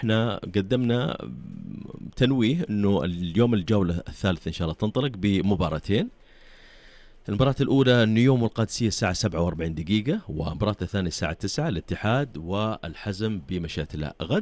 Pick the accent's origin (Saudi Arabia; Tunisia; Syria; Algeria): Saudi Arabia; وكلاهما ستقامان عندنا في المملكة العربية السعودية في منطقة جدة.